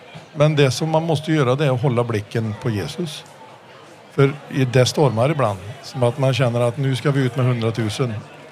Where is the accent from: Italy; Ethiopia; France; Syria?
Ethiopia; moved away; Eftersom jag är uppväxt i Etiopien och har sett fattigdom och brist på mat.